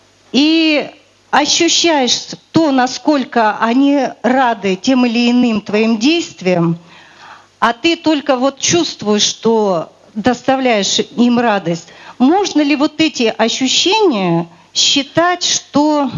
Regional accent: Novosibirsk, Novosibirsk Oblast, Russia; я из Новосибирска.

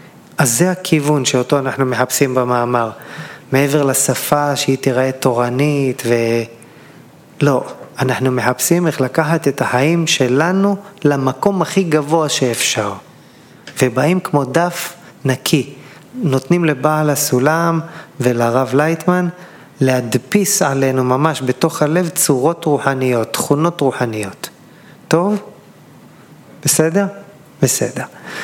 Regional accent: Elishiv, Central District, Israel; גדלתי בחוף מחמורת, אני מושבניק מאלישי ועמק הפר. שבוע שעבר הייתי במחמורת, חוף ילדותי.

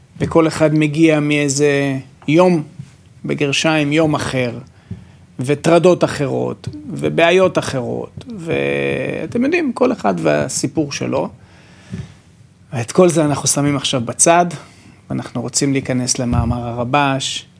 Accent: Latvia; אני מלטביה

